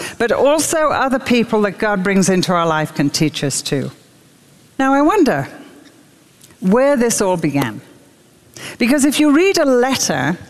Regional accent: United Kingdom; I'm European. I'm British.

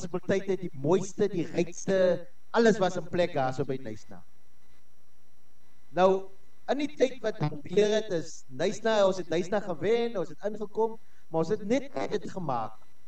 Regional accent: Hessequa, Western Cape, South Africa

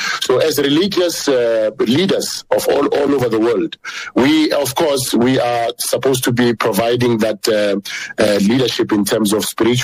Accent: South Africa; as South African, me, I'm a South African indigenous and very Zulu, by the way.

